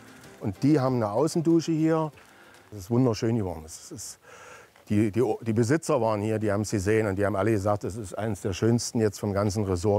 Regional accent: Dessau, Saxony-Anhalt, Germany; moved away as an adult; now in Fiji; Ich komme ursprünglich aus Dessau, das war in der alten DDR.

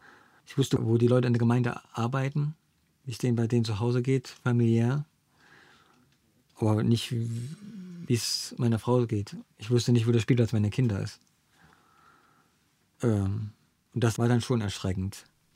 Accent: East Germany, Germany; also born or lived in Thuringia / Ibbenbüren, Germany; 1979 geboren, aufgewachsen in der DDR.

